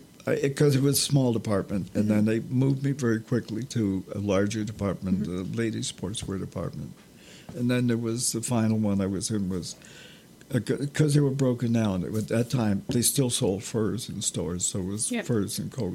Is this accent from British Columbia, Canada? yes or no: no; Newfoundland and Labrador, Canada; Newfoundlanders, you know, we live on an island.